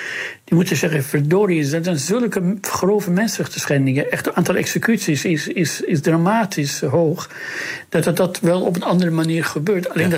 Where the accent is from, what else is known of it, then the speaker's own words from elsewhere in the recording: Iran; now in Netherlands; Ik bedoel, dat is niet wat een beschaafde Westen moet uitstralen in mijn vaderland.